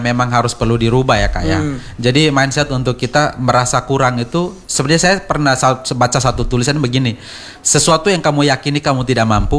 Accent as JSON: {"language": "Indonesian", "region": "East Nusa Tenggara", "country": "Indonesia", "said": "mindset kita orang Timor ya, kita orang sini"}